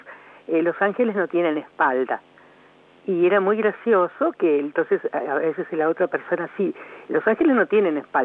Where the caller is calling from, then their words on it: Chascomús, Buenos Aires Province, Argentina; de Chascomús.